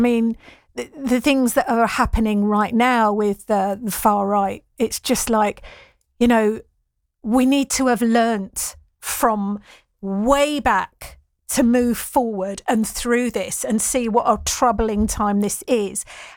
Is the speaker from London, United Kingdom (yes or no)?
yes; London, United Kingdom; I'm 58, and my friends, we had the same experience. I come from London